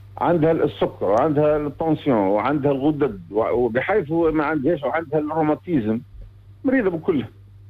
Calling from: Oum El Araies, Gafsa Governorate, Tunisia; من العرايس.

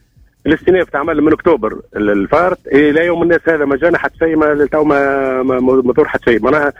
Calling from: Kairouan, Kairouan Governorate, Tunisia; من القيروان.

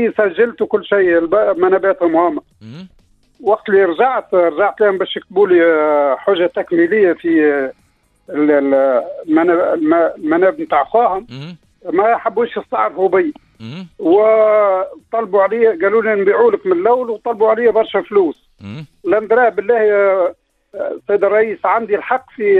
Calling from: Makthar, Siliana, Tunisia

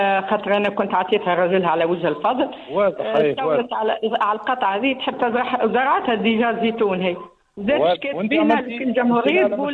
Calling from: Mateur, Bizerte Governorate, Tunisia

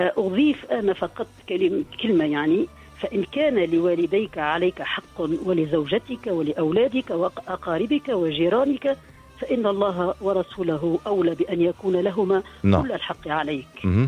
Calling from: Tunis, Tunis Governorate, Tunisia

